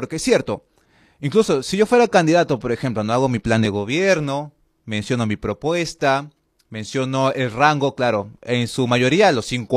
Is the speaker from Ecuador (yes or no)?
no; Peru; yo como votante, como peruano